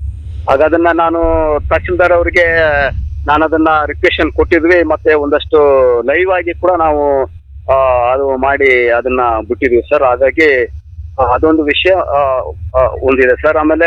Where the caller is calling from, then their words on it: Karnataka, India; ಕೆಬ್ಬೆಪುರ ಆಡಿ ಸರ್, ನಿಮ್ಮಟ್ಕೆರೆ ಪಂಚಾಯತಿ.